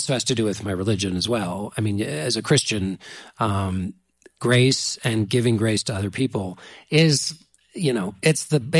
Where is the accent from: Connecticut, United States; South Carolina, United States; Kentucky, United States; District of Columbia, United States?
District of Columbia, United States; Washington